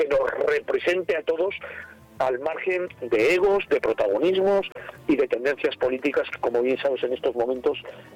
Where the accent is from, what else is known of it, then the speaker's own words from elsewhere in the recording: Madrid, Community of Madrid, Spain; Ay, mira, a mí me encanta, soy de Madrid, ¿eh? Soy de Madrid, lo que pasa que mi madre era extremeña